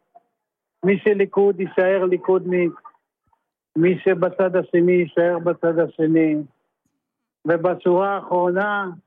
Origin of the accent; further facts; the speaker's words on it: Tel Aviv, Tel Aviv District, Israel; שהיינו וגדלנו בשכונה, בתחנה מרכזית הישנה, רחוב לבנדה, פינת התקווה